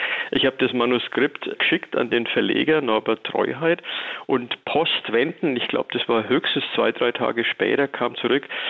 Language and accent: German; Bavaria, Germany; ich bin im Aischgrund aufgewachsen mit Karpfen und mit Weihern und so.